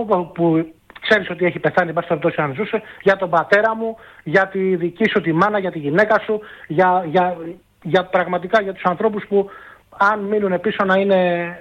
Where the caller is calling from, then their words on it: Chalkida, Central Greece, Greece; από τη Χαλκίδα.